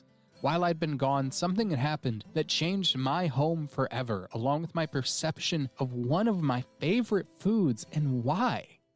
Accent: Colorado, United States; moved away as an adult; now in Adelaide, Australia; you can probably tell that I'm not an Australian. I'm from the colorful centennial state in the US of A, Colorado.

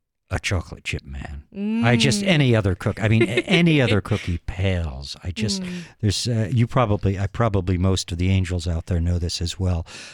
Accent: East, United States; now in Colorado, United States; I'm from the East, and I went to college on Lake Ontario

